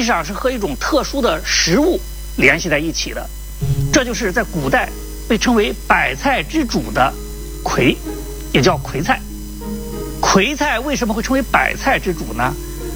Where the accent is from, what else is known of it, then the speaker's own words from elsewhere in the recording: China; 我们中国人呢都熟知一句名言